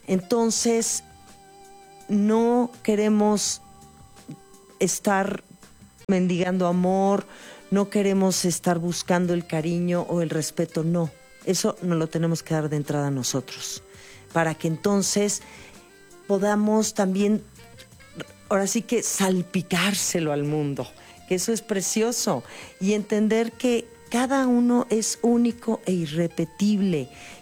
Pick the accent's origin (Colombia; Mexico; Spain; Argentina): Mexico; me siento tan bien de ser mexicana, de ser parte de este país, de estas tierras, de esta historia, de este amor que tengo por mi país, por mi gente, por donde nací, mi tierra, lo que como, la cultura